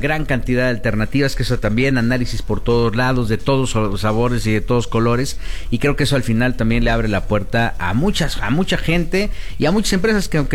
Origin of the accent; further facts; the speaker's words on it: Mexico; Hay que seguir con esta buena vibra como mexicanos